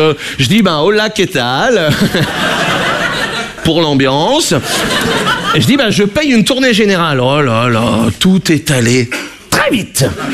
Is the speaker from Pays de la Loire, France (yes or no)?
no; Brittany, France; Je suis breton. Moi, j'ai été accepté en Bretagne.